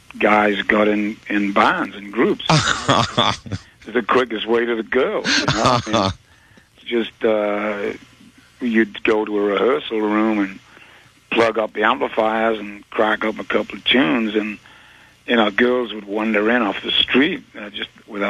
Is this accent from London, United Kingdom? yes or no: no; Newcastle, North East England, United Kingdom; It was a conglomeration of several bands that were playing in my hometown, Newcastle.